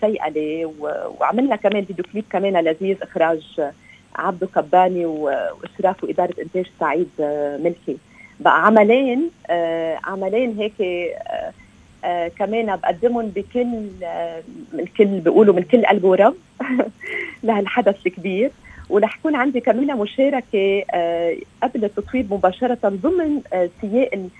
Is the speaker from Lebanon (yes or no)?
yes; Lebanon; نحنا كلنا صرنا بحاجة لإله كلبنانيين